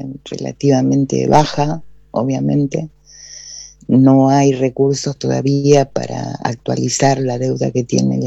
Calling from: Ciudadela, Buenos Aires Province, Argentina; de Citibel.

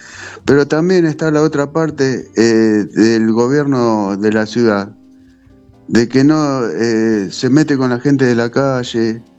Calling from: Junín, Buenos Aires Province, Argentina; yo soy de Junín, no estoy allá.

